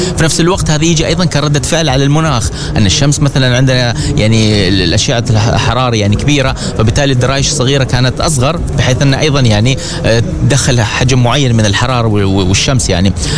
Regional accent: Oman

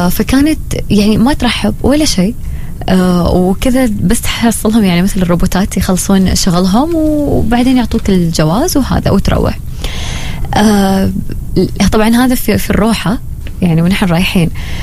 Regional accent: Oman; كوننا نحن شعب مبتسم يعني.

